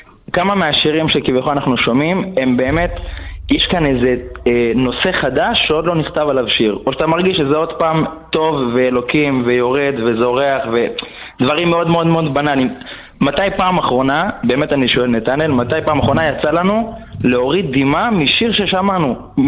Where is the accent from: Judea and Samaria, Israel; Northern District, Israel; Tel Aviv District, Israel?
Tel Aviv District, Israel; Bnei Brak